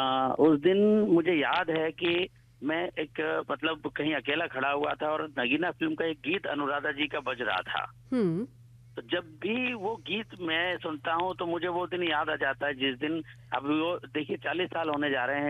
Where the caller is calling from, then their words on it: Dhar, Madhya Pradesh, India; बात कर रहा हूँ … MP धार से।